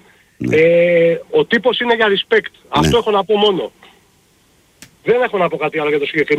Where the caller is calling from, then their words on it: Piraeus, Attica, Greece; είμαι Πειραιώτης